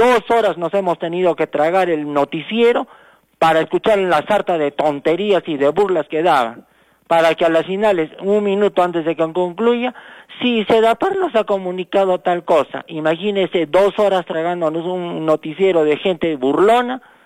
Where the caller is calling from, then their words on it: Arequipa, Peru; Todo el tiempo somos la ciudad de Arequipa